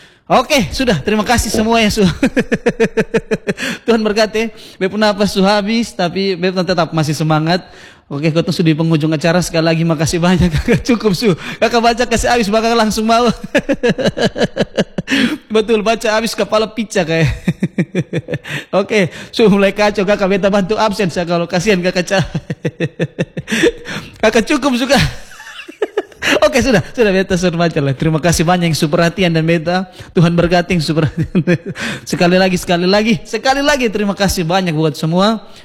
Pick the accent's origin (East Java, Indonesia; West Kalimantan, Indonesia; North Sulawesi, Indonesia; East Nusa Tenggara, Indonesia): East Nusa Tenggara, Indonesia; Ya meskipun beta orang Sabu tapi beta sone terlalu tahu bahasa Sabu. Tapi beta bersyukur terlahir jadi orang Sabu.